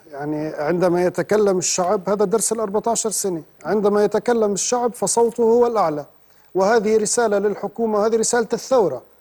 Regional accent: Syria; عليك أن تقدم لنا كسوريين

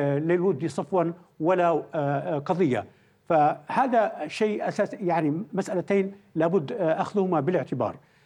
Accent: Yemen; أنا مواطن يمني كاتب رأي

